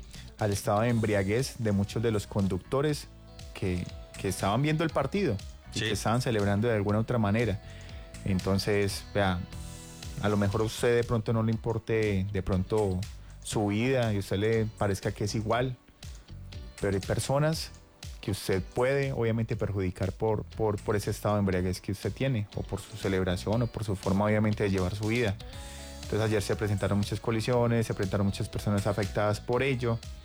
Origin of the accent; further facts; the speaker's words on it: Colombia; nos reúne como colombianos.